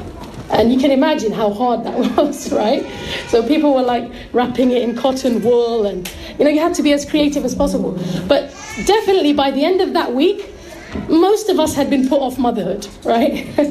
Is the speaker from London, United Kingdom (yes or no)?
yes; Barnet, London, United Kingdom; growing up in the West, alhamdulillah, we've picked up a lot of good things as well from growing up here.